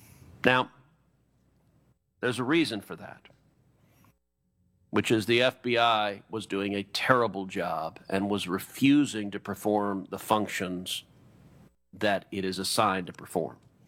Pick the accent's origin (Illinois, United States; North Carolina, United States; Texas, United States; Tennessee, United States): Texas, United States; Houston; in my hometown of Houston